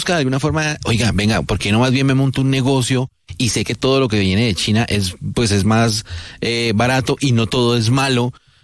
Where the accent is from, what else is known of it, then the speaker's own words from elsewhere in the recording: Popayán, Cauca, Colombia; moved away; del pan de bono que se hace en mi tierra, allá sí. en Popayán.